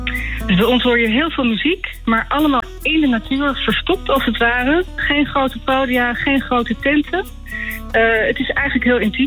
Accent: Utrecht, Netherlands; Ik kom zelf uit Utrecht

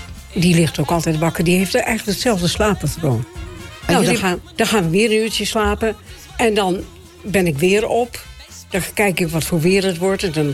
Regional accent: Groningen, Netherlands; born there; Dat is misschien mijn noordelijke... Ik kom uit Groningen, daar ben ik ook geboren.

